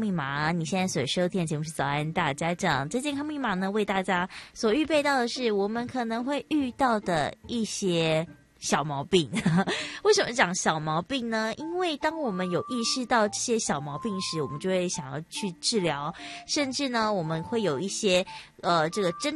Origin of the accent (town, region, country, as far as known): Taiwan